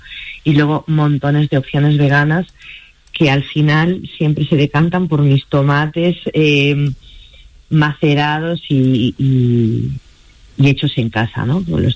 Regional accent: Galicia, Spain; born or raised there; also born or lived in Madrid

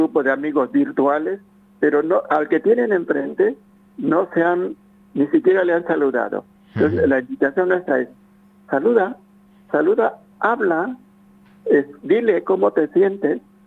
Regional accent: Mexico; Hay sociedades, yo vengo de México, y hay sociedades, hay comunidades en donde el anciano ocupa un lugar central.

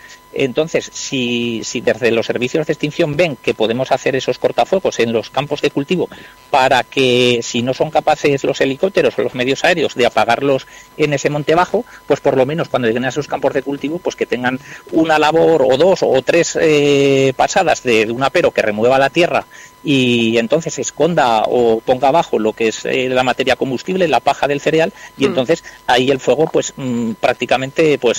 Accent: Huesca, Aragon, Spain; soy de Huesca

